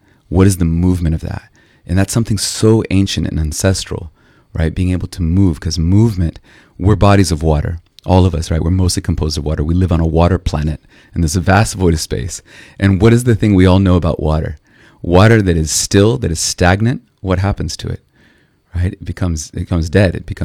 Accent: São José dos Campos, São Paulo, Brazil; born there; English is a second language; Yeah, São José dos Campos in São Paulo, Brazil. Yeah, my father's from Mexico, and my mother's Brazilian, Mineira. And so I grew up kind of between worlds, if you could say.

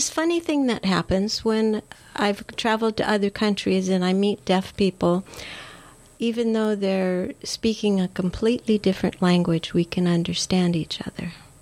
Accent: England, United Kingdom; also born or lived in Ohio, United States; Made in England, born in Ohio, moved to England when I was a child

